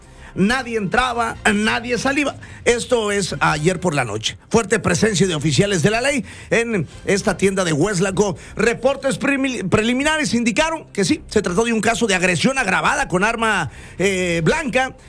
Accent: Chiapas, Mexico; now in Texas, United States; es allá en Chiapas, en mi pueblo

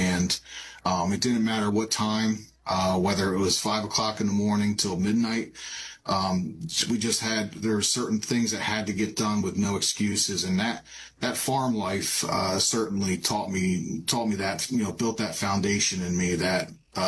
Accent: Jacksonville, New Jersey, United States

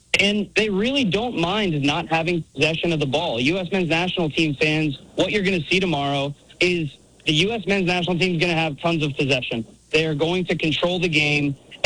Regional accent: Orlando, Florida, United States; You know, I'm from Orlando. I'm a Magic fan.

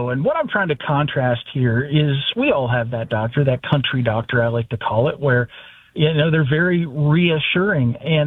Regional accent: West Virginia, United States; I grew up in the Southern Coalfields.

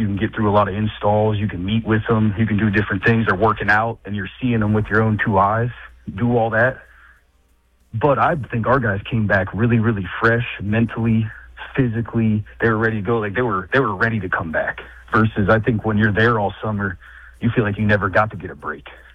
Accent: Morgantown, West Virginia, United States; there's a bunch of guys from that I grew up with in Morgantown

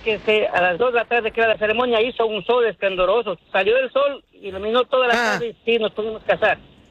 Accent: Ecuador; somos de Ecuador nosotros.

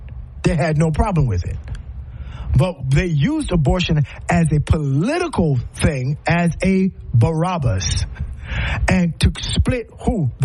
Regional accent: South Carolina, United States; my home state, South Carolina

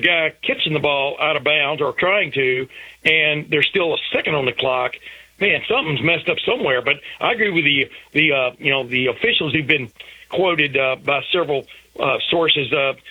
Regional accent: Texas, United States; moved away; also born or lived in Alabama; I was born in Alabama, raised in Texas, and moved away from there in 1976, so this is my 50th year up here, the place that we all call home now

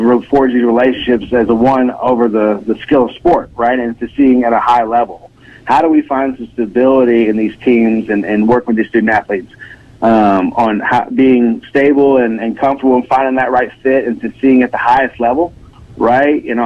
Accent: Lexington, Kentucky, United States; I grew up in Lexington, Kentucky, where I played many sports

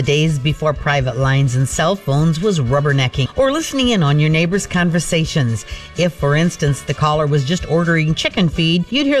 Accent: Crofton, Nebraska, United States; my hometown of Crofton, Nebraska.

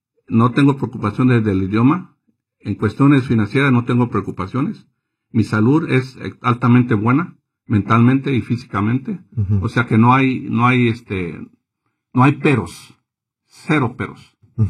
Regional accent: Mexico; moved away; Siendo mexicano, siendo primera generación, siendo alguien que creció humildemente

